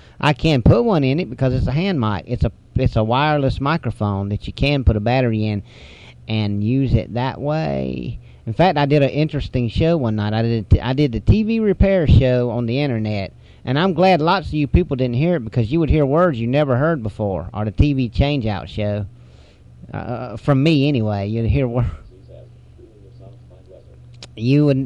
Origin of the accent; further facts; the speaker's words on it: hillbilly, Appalachia, United States; accent: hillbilly